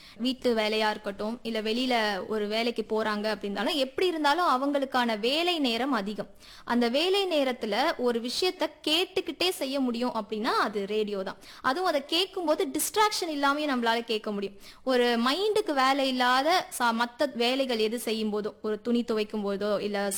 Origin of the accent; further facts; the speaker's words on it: Puducherry, India; born there; first language Tamil; என்னோட புதுச்சேரியில பிறந்ததுனால